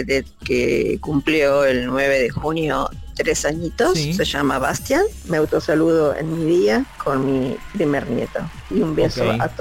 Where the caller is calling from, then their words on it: Buenos Aires, Argentina; de Capital